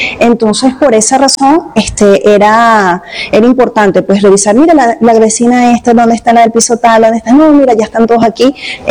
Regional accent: Venezuela; yo soy orgullosamente venezolana, orgullosamente venezolana.

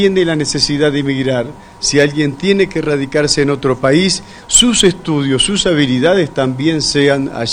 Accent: Uruguay; nosotros que venimos del Uruguay

